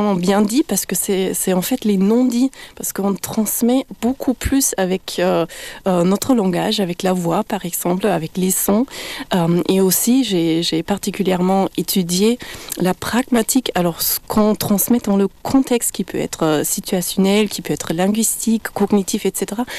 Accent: Germany; accent: German; J'ai commencé en tant que simple professeure de deux langues, anglais et français, en Allemagne, d'où mon accent allemand que vous entendez en ce moment.

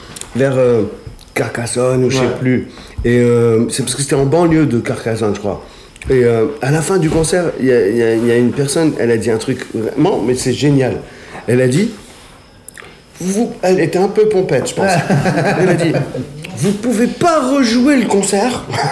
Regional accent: Kabylie, Algeria; Et moi, je suis kabyle, hein, donc j'étais là, ah, d'accord et tout.

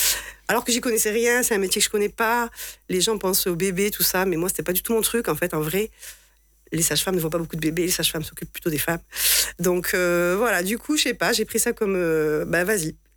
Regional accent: Alès, Occitanie, France; now in Vauvert, France; j'ai grandi à Alès. Mes parents sont l'Église réformée, l'Église protestante unie aujourd'hui. Donc, j'ai grandi dans ce milieu-là.

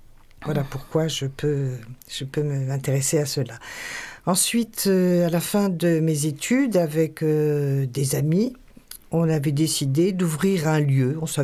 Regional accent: eastern France, France; also born or lived in Paris / Massif Central; now in Montpellier, France; Ah, c'est une histoire complexe, mais d'où je viens, j'ai commencé dans l'est de la France, puis je me suis baladée sur Paris, le Massif Central, et j'ai atterri à Montpellier.

